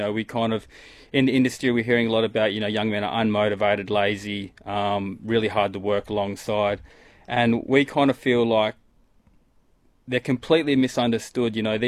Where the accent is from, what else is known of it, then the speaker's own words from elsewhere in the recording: Broome, Western Australia, Australia; So I grew up in Broome. I spent probably, yeah, moved here when I was one with my parents